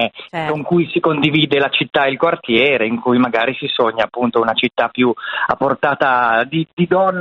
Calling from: Milan, Lombardy, Italy; mi chiamo da via Padova, da Milano, da Crescenzago.

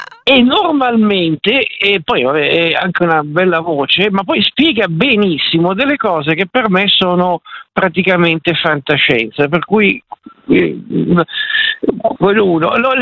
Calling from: Milan, Lombardy, Italy; da Milano.

